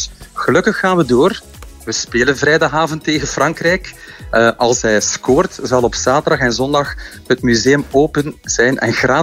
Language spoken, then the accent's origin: Dutch; Belgium; als Belg vlak voor zo'n belangrijke wedstrijd doet dat toch bijzonder aan